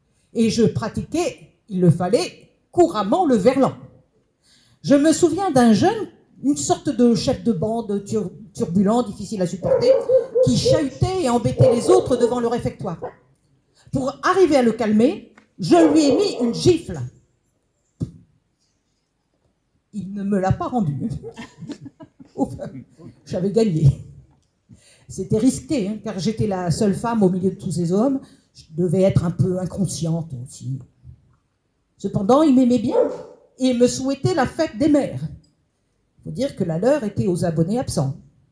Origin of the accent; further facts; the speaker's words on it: Malbosc, France; born there; Je suis née à Malbosque. Petit hameau de notre bassin minier.